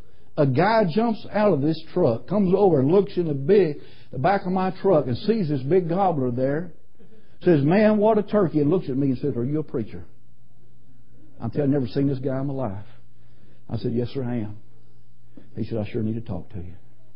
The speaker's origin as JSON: {"language": "English", "town": "Highland", "region": "Arkansas", "country": "United States", "said": "I'm from Highland, Arkansas."}